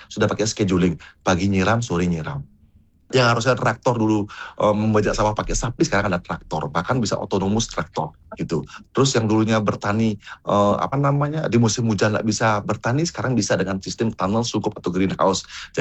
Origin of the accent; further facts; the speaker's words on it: Bali, Indonesia; Bagaimana budaya itu menjadi fondasi kita sebagai orang Bali.